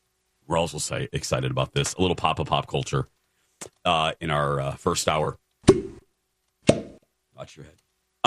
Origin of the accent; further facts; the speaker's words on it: Indiana, United States; I grew up in Indiana.